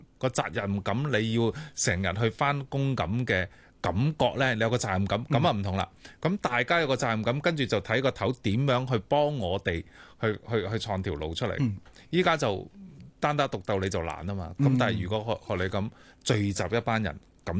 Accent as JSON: {"language": "Cantonese", "country": "Hong Kong"}